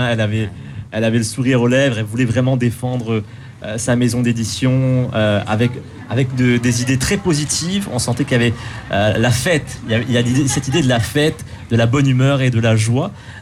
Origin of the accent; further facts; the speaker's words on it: Mauritius; surtout à Maurice, parce que en tant que Mauricien, citoyen mauricien, on ne connaît pas forcément tous ces métiers de la chaîne du livre